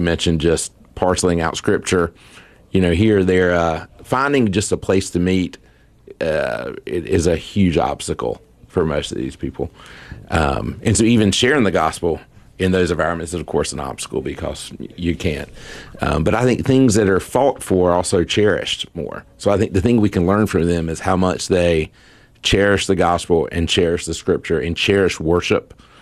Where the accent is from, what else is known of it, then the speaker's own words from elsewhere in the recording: United States; born there; I was born in Chatham County where nothing ever happened.